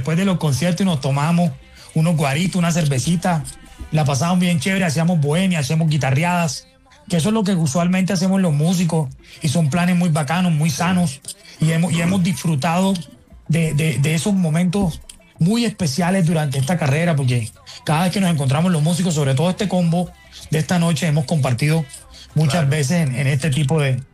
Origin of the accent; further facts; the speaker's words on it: Cartagena, Bolívar, Colombia; pelados que llegaron de Bucaramanga, del eje cafetero, de la costa, como yo que llegué de Cartagena, de muchas partes